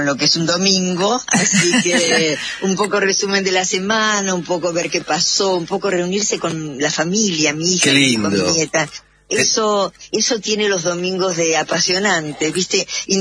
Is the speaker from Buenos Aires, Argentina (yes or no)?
yes; Buenos Aires, Argentina; Yo nací en Cava, nací en la ciudad de Buenos Aires, y los primeros años, hasta los 9 años, vivíamos con mi mami y con mi papá en la casa con mis abuelos, porque venimos de familia humilde